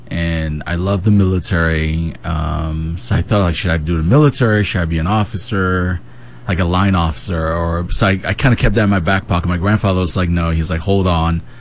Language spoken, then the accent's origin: English; Texas, United States; moved away; also born or lived in Cameroon / Atlanta; so I grew up in Texas, from Cameroon, West Africa, but just in Atlanta in the last 6-7 years